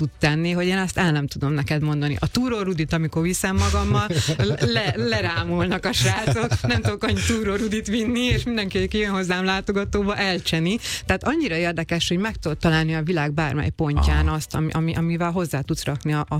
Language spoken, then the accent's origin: Hungarian; Hungary; moved away as an adult; also born or lived in Ireland / England / Paris / Austria; now in Dubai, United Arab Emirates; Viszont magyar vagyok egy arab országba